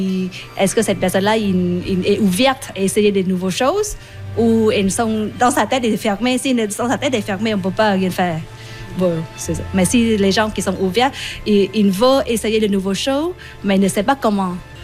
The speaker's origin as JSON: {"language": "French", "country": "Vietnam", "second_language": "French", "said": "Je viens de Vietnam."}